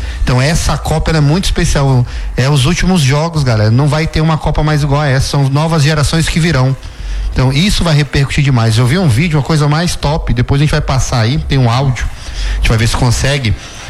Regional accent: Brazil; eu como brasileiro

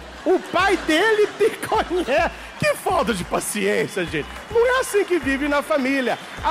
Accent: São Paulo, Brazil; Ah, eu não sou de lá. Eu sou de São Paulo. Eu comprei esse carro de lá.

